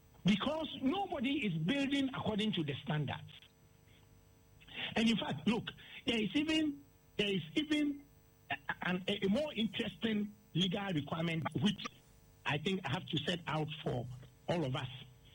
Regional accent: Ghana; It means that after graduation, I have to come to my home country and stay for at least 2 years before I can come back.

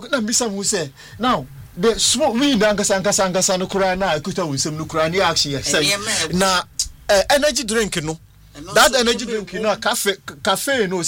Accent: South Africa; as a South African

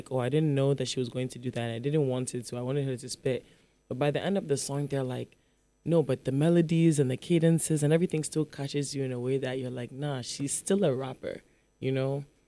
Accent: Accra, Greater Accra, Ghana; also born or lived in Chicago; Like, if you go back to where I'm from in Accra, or where, like, my hometown is in Konya, if you go to Brekum, you wouldn't find anyone like me.

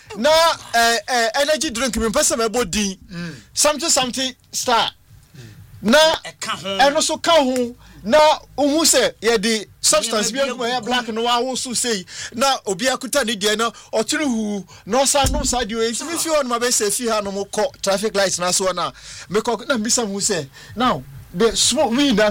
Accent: South Africa; as a South African so me see obey people are not narrating the narrative tells us how they live and the way they do things.

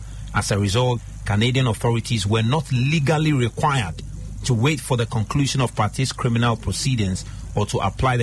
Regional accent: Ghana; of course, you say, well, I'm speaking as a Ghanaian, so I'm speaking from a biased position.

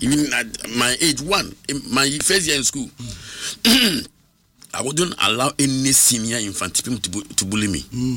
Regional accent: Sunyani, Bono, Ghana; I was born and bred in Sunyani.

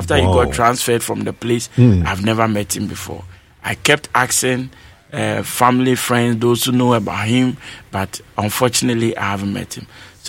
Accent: Yeji, Bono East, Ghana; I grew up in Yeji.

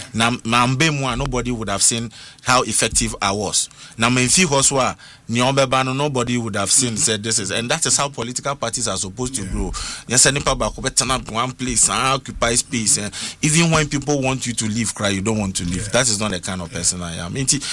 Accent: Tema, Greater Accra, Ghana; I grew up with my so I was born bred in Tema Community 9.

